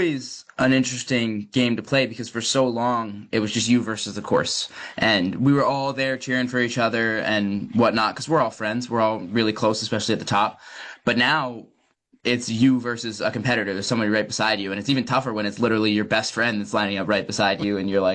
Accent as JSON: {"language": "English", "town": "Morristown", "country": "United States", "tie": "born or raised there", "lives_now": "Connecticut, United States", "said": "Yeah, so I've lived in Morristown for almost my whole life. In January, I moved from Morristown up to Connecticut, where I work. But, yep, grew up my whole childhood in Morristown."}